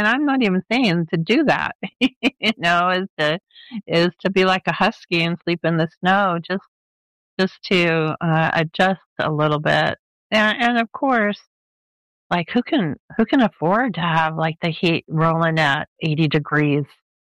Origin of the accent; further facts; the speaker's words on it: Los Angeles, California, United States; I was born where if it got below 65, we put on a jacket. Mm-hmm. So I grew up in Los Angeles where we didn't really have extremes of temperatures that much.